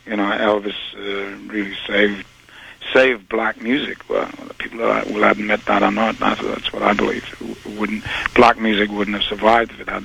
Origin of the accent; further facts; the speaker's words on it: Newcastle, North East England, United Kingdom; It was conglomeration of several bands that were playing in my hometown, Newcastle.